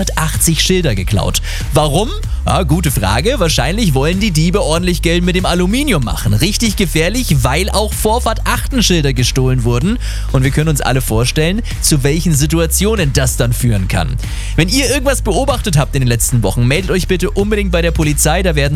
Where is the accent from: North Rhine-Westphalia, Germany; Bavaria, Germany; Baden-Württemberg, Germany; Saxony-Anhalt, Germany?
North Rhine-Westphalia, Germany; Ibbenbüren; born there; Unter anderem in meiner Geburtsstadt, in Ibbenbüren